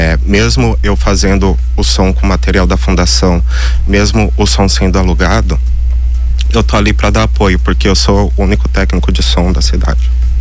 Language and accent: Portuguese; Caraguatatuba, São Paulo, Brazil; moved away as an adult; also born or lived in São José dos Campos; E eu cresci em Caraguatatuba e meu desejo era voltar para Caraguatatuba.